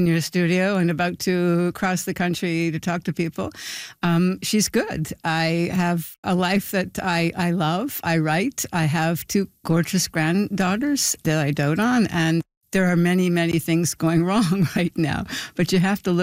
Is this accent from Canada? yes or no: yes; Canada; Why was this so uncomfortable as a Canadian?